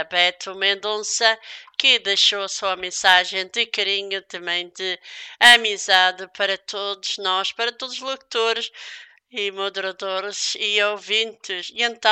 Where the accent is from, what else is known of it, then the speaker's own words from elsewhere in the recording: Madeira, Portugal; now in mainland Portugal; para a Ilha da Madeira, para a minha terra natal